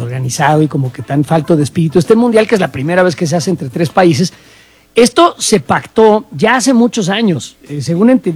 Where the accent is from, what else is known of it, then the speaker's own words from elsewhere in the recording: Mexico; Tú mencionaste el asunto de que estamos todos unidos para el fútbol, sin duda, como mexicanos